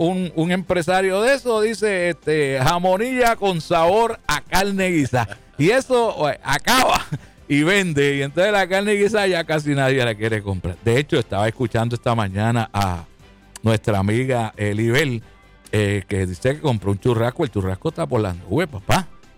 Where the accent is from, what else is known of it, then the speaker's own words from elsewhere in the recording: Puerto Rico; somos los boricuas.